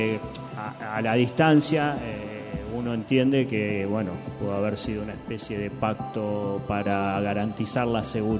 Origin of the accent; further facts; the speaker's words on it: Quilmes, Buenos Aires Province, Argentina; nosotros crecimos en la ciudad, en Quilmes.